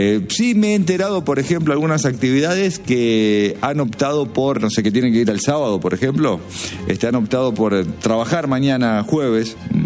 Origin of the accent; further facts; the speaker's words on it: Argentina; somos argentinos, inevitablemente.